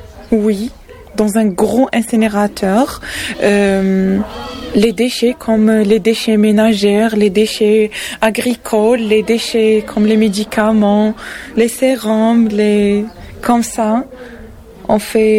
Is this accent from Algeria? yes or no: yes; Algeria; moved away as an adult; now in France; 33 ans. Je suis une maman d'un enfant de 2 ans. Je suis algérienne.